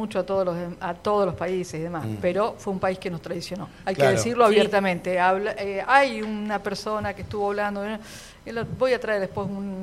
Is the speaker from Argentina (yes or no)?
yes; Argentina